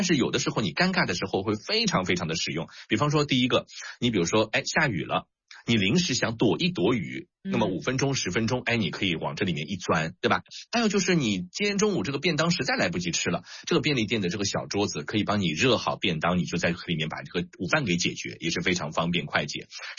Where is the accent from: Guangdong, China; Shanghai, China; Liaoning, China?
Shanghai, China; 我们上海人